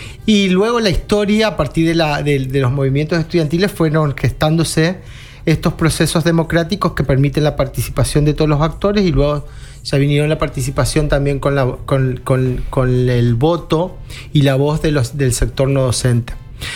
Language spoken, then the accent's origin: Spanish; Villa Ángela, Chaco, Argentina; moved away as an adult; ingresé hace 31 años desde mi pueblo, desde Villa Ángela